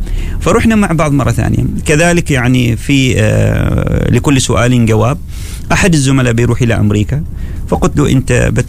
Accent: Oman; محدثك عماني وافتخر بعمانيتي وافتخر بهويتي

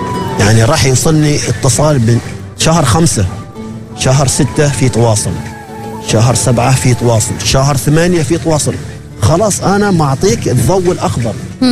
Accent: Salalah, Dhofar, Oman; ترى هو متواصل معي ما يعرف اني انا من صلالة، هو يفكر انه … من مسقط. فانا مبلغه يا عزيزي ترى انا من صلالة،

